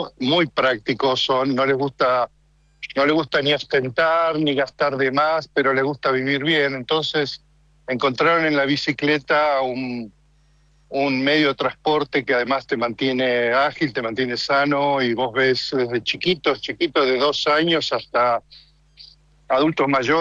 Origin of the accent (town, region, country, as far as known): El Talar, Buenos Aires Province, Argentina; moved away as an adult; now in Italy